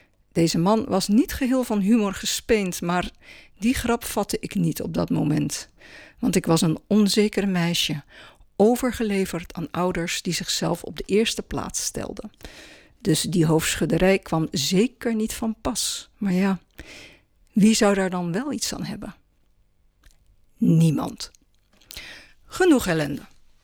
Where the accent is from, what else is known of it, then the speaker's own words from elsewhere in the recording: Randstad, Netherlands; accent: Randstad; Mijn accent is van de Randstad.